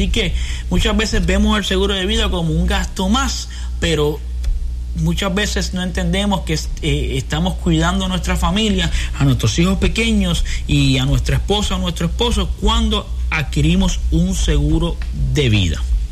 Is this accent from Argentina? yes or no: no; Puerto Rico; como buen puertorriqueño o hispanos que somos